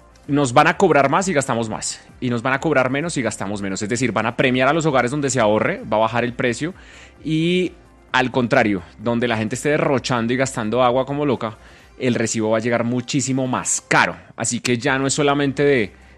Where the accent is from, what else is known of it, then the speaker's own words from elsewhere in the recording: Colombia; Michelle, este es un tema que nos pone a nosotros a revisarnos como colombianos qué es lo que está pasando.